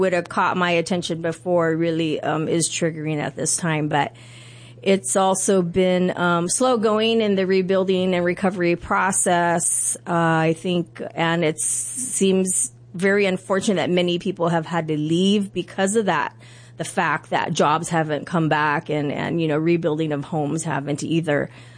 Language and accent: English; Lahaina, Hawaii, United States; the Lahaina fire occurred, and it is my hometown. I'm born and raised